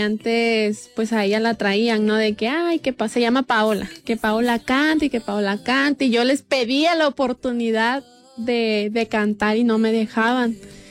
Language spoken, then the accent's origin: Spanish; Ayutla de los Libres, Guerrero, Mexico; Yo soy de Ayutla de los Libres, Guerrero.